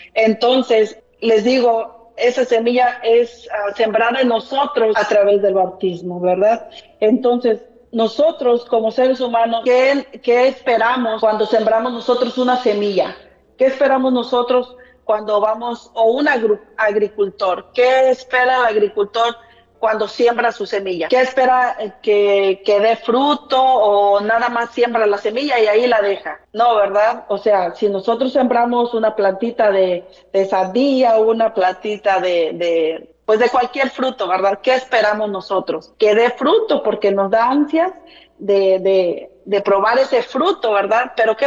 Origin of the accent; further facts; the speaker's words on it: Rioverde, San Luis Potosí, Mexico; nosotros éramos casi los últimos de los que vivían ahí en mi pueblito, porque pues nosotros somos de un rancho de allá de Río Verde, por allá un ranchito lagartijero, y pues nosotros casi éramos la última casa